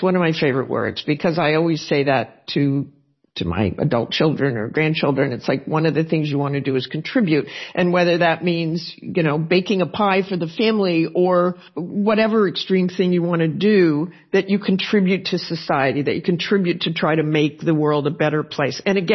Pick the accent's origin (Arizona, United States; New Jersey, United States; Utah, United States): Utah, United States; Salt Lake City; moved away as an adult; also born or lived in Boston; I was raised in Salt Lake City, and I did not have a father. I had a father, but he died before my third birthday. So I was raised by a single mom in Salt Lake City.